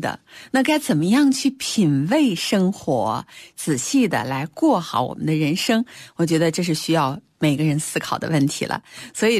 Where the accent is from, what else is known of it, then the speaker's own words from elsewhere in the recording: China; 我发现我们中国人是最喜欢福字的这个民族了